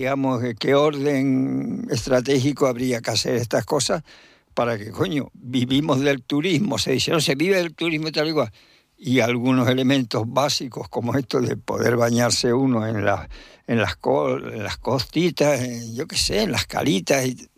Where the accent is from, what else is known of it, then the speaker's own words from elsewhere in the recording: Lanzarote, Canary Islands, Spain; born there; now in Tenerife, Spain; yo soy de Lanzarote, y en Lanzarote, pues bueno, tanto desde pequeño, los años que estuve por allí, primero antes de venirme a Tenerife, como después, cuando iba frecuentemente de vacaciones